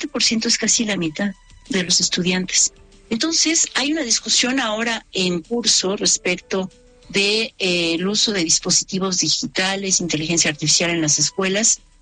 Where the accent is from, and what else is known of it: Mexico